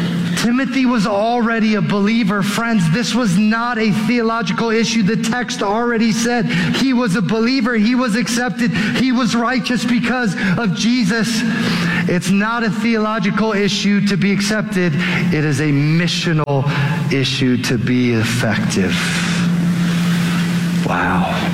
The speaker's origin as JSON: {"language": "English", "town": "Aurora", "region": "Colorado", "country": "United States", "tie": "born or raised there", "said": "I grew up in Aurora. I'm a native to Colorado."}